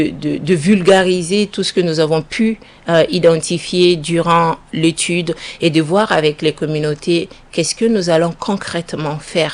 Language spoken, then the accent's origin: French; Mali; chez nous au Mali